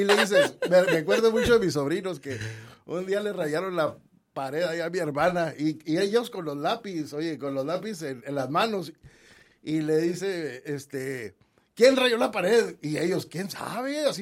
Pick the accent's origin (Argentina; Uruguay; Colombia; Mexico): Mexico; yo no reniego de ser mexicano, orgulloso mexicano